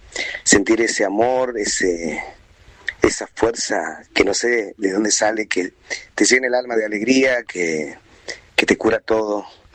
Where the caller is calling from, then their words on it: Salta, Argentina; un abrazo grande, chicos, desde Salta